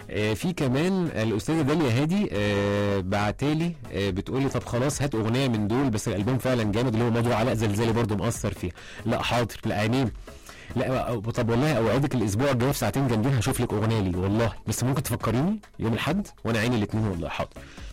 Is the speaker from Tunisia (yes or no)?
no; Egypt; بيعملوها المصريين اعتقد احنا الشعب الوحيد اللي بيعملها